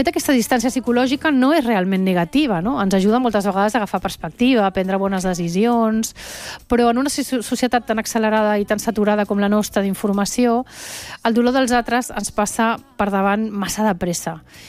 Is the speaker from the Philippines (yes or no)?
no; Venezuela; accent: Venezuelan; now in Barcelona, Spain; jo quan vaig arribar de Venezuela, vaig venir directe de Venezuela aquí a Barcelona, parlava un català amb accent venezolà, perquè la meva mare sempre ens ha parlat català a casa, des de ben petits